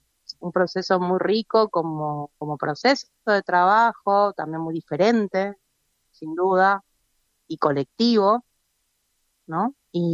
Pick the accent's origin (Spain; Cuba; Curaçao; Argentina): Argentina; nosotras acá en Argentina, que es lo que somos, argentinas